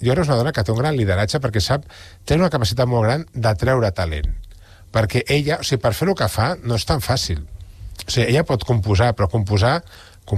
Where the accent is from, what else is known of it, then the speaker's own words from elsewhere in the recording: L'Hospitalet de Llobregat, Catalonia, Spain; Jo soc d'Hospitalet, no? Ja l'hi deia abans a la Carme, no? I un punto flamenquillo d'Hospitalet també el porto.